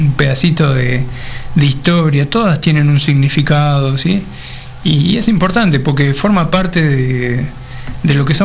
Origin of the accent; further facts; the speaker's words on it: Argentina; cada tanto somos argentinos